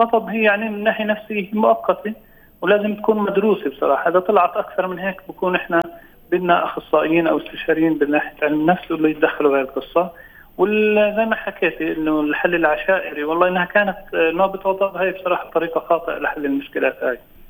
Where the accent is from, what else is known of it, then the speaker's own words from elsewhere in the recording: West Bank, Palestine; عندنا بالضفة الغربية